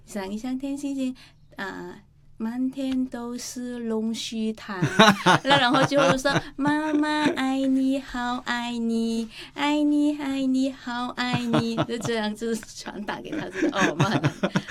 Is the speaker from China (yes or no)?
no; Vietnam; Chinese is a second language; moved away as an adult; 我说不是，我是从越南来的。对，有时候人也是猜得到我是从越南来，